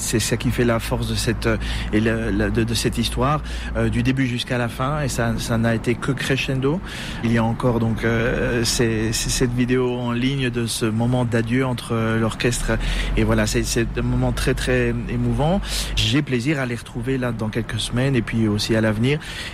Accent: Bastogne, Wallonia, Belgium; born there; étant donné que je suis belge.

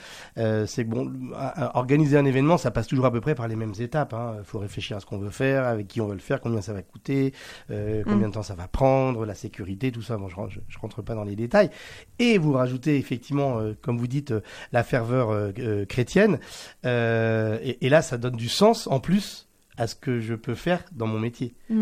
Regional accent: Normandy, France

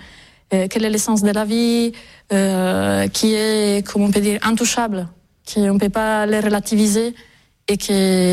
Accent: Sardinia, Italy; born there; French is a second language; moved away as an adult; Je suis née en Sardaigne, mais à 18 ans, c'est le moment de choisir. Donc je suis partie à Rome pour faire mes études à l'université de Rome.

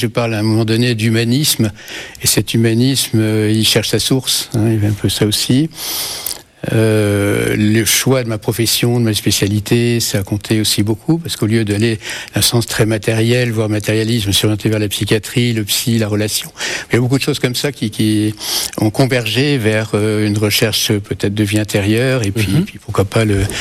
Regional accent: Toulouse, Occitanie, France; born there; si je suis né à Toulouse, c'est pour cela.

